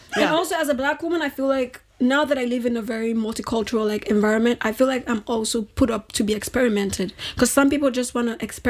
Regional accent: Nigeria; moved away; I grew up in Nigeria. I wasn't black until I moved out of Nigeria. I was just

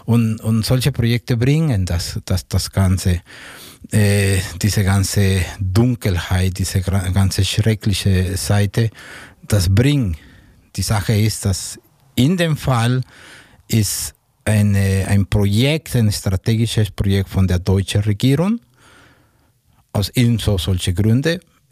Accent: Mexico; wir Ausländer, ich bin Mexikaner

